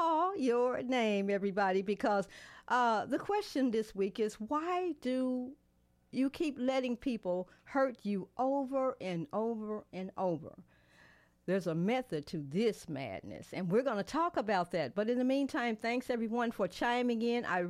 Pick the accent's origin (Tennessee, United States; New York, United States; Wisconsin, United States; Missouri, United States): Tennessee, United States; Nashville; here in my home state, city and state, that is of Nashville, Tennessee.